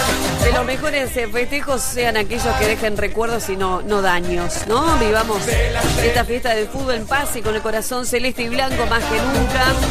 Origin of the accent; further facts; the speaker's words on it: Argentina